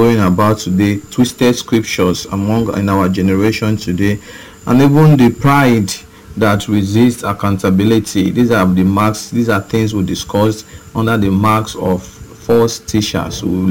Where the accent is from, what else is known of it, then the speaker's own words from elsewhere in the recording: Okada, Edo, Nigeria; from Okada Town.